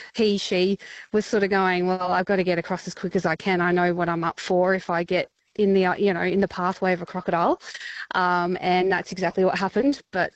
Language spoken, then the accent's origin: English; Victoria, Australia; born or raised there